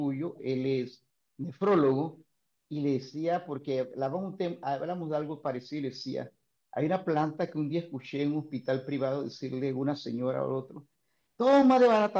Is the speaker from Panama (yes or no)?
yes; Panama; usted sabe cómo somos los panameños